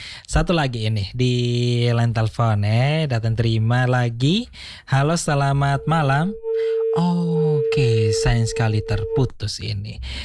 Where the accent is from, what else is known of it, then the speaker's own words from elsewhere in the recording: East Nusa Tenggara, Indonesia; itulah yang menjadi apa ya kebanggaan dari kotong, ciri khas dari kotong sebagai orang NTT, sebagai pengguna bahasa ibu yang sangat beragam.